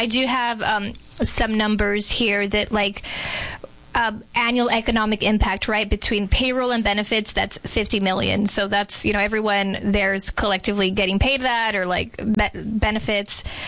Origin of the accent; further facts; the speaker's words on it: California, United States; I'm from Imperial County originally, and people drive down here for that.